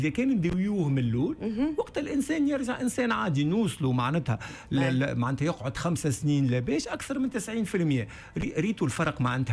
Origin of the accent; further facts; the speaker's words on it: Tunisia; راهو النظام العائلي اللي عندنا في تونس راهو موجود وأقوى من النظام الموجود في فرنسا